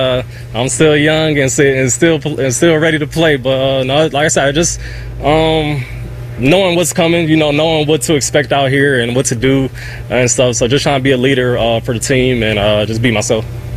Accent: Cleveland, Ohio, United States; I'm from Cleveland, this is the city I'm from. I've always played in Ohio. I'm an Ohio kid

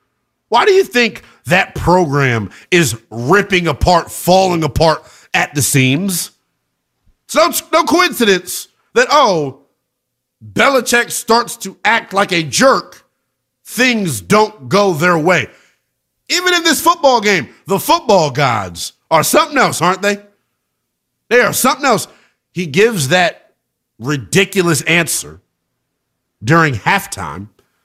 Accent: Maryland, United States; We're both from Maryland, I'm pretty sure.

